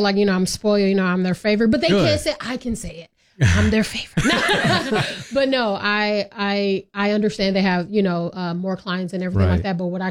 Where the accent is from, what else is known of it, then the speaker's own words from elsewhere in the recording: Wisconsin, United States; Yeah, I had a, I went to a university back in Wisconsin. I'm originally from Wisconsin.